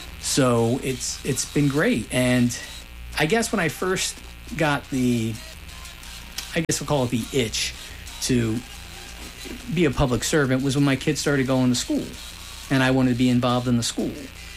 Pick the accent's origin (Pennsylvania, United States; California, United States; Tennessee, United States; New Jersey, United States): New Jersey, United States; Hopewell Township; so I grew up in Hopewell, as you mentioned. I went to Hopewell Township, elementary school, graduated Cumberland Regional, went to Rowan